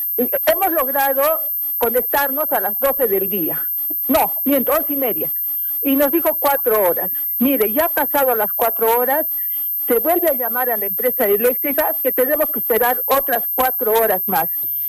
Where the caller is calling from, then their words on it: Arequipa, Peru; justamente les llamo de Simón Bolívar.